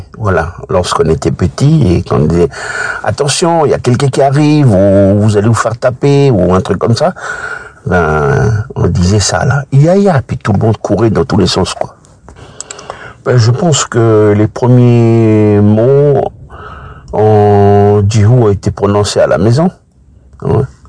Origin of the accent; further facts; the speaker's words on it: Lifou, Loyalty Islands Province, New Caledonia; born there; also born or lived in Nouméa / Ouvéa; On va dire que dans mon enfance, j'ai grandi à Lifou. Et les vacances, j'allais à Ouvéa. Et à certains moments, je faisais ma scolarité à Ouvéa